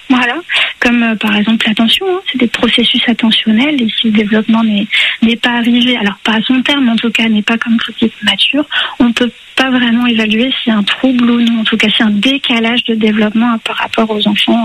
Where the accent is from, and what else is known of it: Grand Est, France